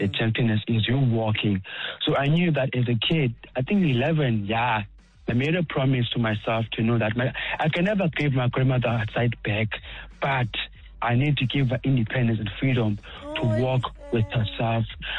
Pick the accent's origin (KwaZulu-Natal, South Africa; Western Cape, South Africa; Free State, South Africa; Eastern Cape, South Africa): Eastern Cape, South Africa; I mean, I come from Mthanzane, Namkwan, in the Eastern Cape.